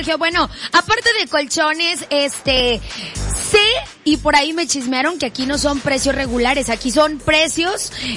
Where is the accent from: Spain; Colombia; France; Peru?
Colombia; now in Guadalajara, Mexico